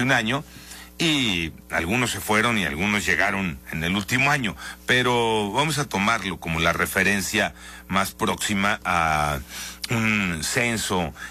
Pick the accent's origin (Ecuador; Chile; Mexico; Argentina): Mexico; ¿Cuántos somos? ¿Cuántos somos los mexicanos?